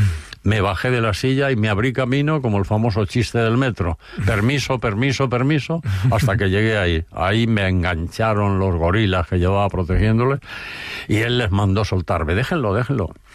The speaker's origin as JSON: {"language": "Spanish", "country": "Spain", "said": "¿es usted el español que lo traje? Sí, yo soy."}